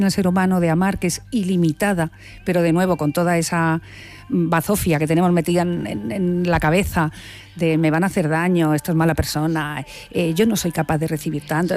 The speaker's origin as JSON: {"language": "Spanish", "town": "Madrid", "region": "Community of Madrid", "country": "Spain", "said": "Soy de Madrid."}